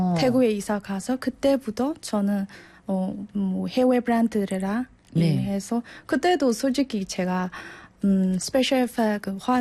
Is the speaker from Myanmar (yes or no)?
yes; Myanmar; Korean is a second language; moved away as an adult; 저의 고향이에요